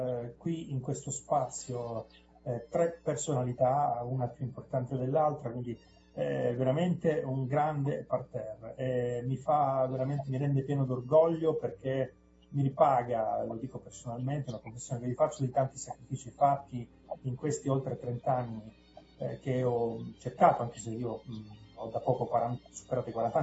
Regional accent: Calabria, Italy; now in Perugia, Italy; Io per anni ho vissuto un San Francesco di Paola, perché sono calabrese come lo siete voi. Adesso da qualche anno sono in Umbria, a Perugia

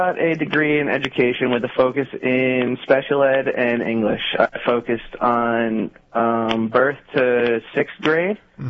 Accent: Rocky Point, New York, United States; growing up in Rocky Point, I was one of the athletes.

